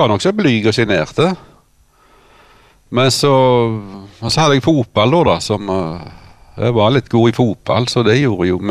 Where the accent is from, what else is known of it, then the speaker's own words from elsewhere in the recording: Karmøy, Rogaland, Norway; Så vi vokste opp her i Sævlandsvikta. Bare en steinkast her på som vi sitter nå.